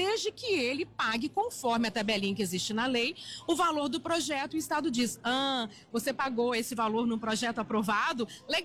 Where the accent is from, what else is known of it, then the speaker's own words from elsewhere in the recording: Belo Horizonte, Minas Gerais, Brazil; moved away as an adult; now in Rio Grande do Sul, Brazil; Sou mineira de Belo Horizonte